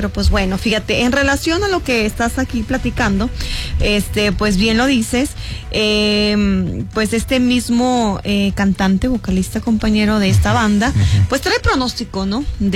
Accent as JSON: {"language": "Spanish", "country": "Mexico", "said": "Creo que como mexicanos hoy en día nos sentimos ya muy orgullosos"}